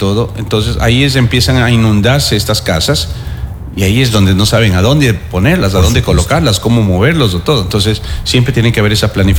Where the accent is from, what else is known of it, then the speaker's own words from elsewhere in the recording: Santo Domingo, Santo Domingo de los Tsáchilas, Ecuador; porque soy de aquí de Santo Domingo.